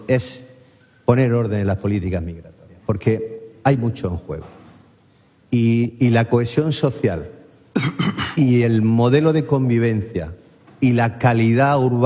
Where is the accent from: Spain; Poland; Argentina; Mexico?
Spain; El Ejido, Andalusia; Yo vengo del Ejido y ha crecido, el Ejido ha crecido, pues imagínate, en menos de medio siglo ha podido crecer en 80.000 habitantes, ¿no?